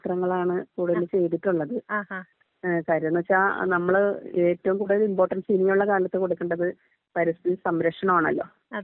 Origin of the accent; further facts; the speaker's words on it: Karunagappally, Kerala, India; now in Mulavukad, India; എന്റെ നാട് ശരിക്കും കരുനാഗപ്പള്ളിയാണ്. അപ്പൊ അവിടുന്ന് ഒത്തിരി വ്യത്യാസമാണ് ഇവിടെ വന്നപ്പോ നമുക്ക് കാണാൻ പറ്റിയത്.